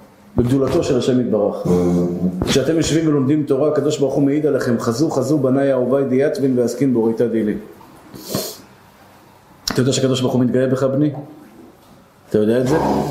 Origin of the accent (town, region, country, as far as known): Tel Aviv, Tel Aviv District, Israel; born or raised there